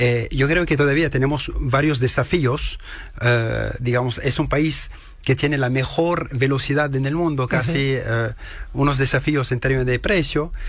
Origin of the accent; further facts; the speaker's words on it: France; also born or lived in Lebanon / United States / Paraguay / Bolivia; Yo nací en el Líbano, y luego yo crecí en Francia, viví un poquito en los Estados Unidos, en Paraguay, en Bolivia, entonces, hijo del mundo.